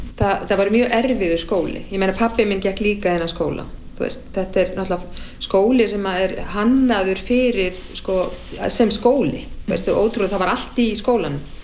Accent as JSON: {"language": "Icelandic", "town": "Reykjavík", "region": "Capital Region", "country": "Iceland", "tie": "born or raised there"}